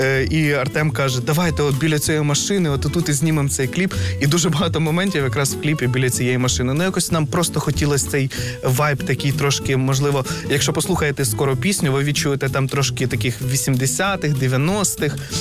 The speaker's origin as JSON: {"language": "Ukrainian", "town": "Zhytomyr", "region": "Zhytomyr Oblast", "country": "Ukraine", "moved": "as an adult", "lives_now": "Kyiv, Ukraine", "said": "З Житомира."}